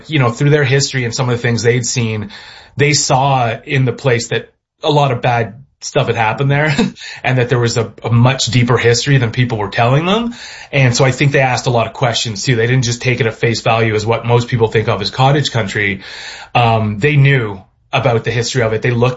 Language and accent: English; Midland, Ontario, Canada; I'm writing about a fictionalized version of North Simcoe County, Midland, Ontario, and the surrounding areas where I'm from.